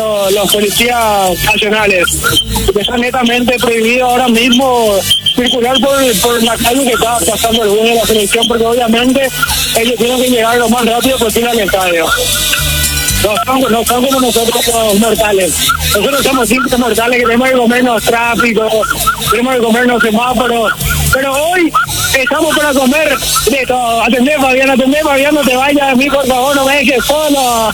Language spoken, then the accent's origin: Spanish; Paraguay; los paraguayos no somos friki.